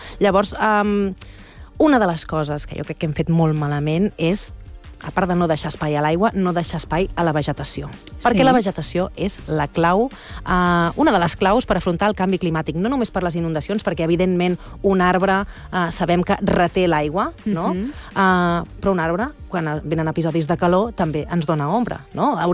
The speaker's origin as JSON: {"language": "Catalan", "area": "Sant Andreu", "region": "Catalonia", "country": "Spain", "said": "jo sóc de Sant Andreu"}